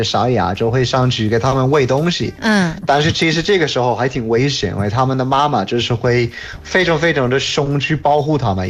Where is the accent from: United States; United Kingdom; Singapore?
United Kingdom; York, Yorkshire and the Humber; Chinese is a second language; moved away; 像我老家约克，它有很多很多大鹅和大天鹅，因为我们也是市中心有一个江